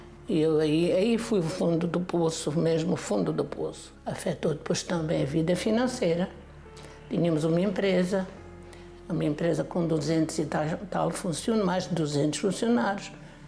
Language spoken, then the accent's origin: Portuguese; Alentejo, Portugal; born there; now in Sintra area, Portugal; tenho um apartamento no Alentejo onde nasci